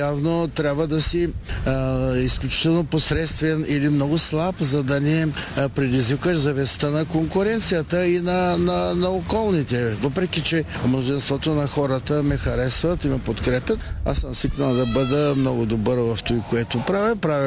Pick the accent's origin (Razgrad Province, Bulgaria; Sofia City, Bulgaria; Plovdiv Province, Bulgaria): Razgrad Province, Bulgaria; Razgrad; съм от Разград.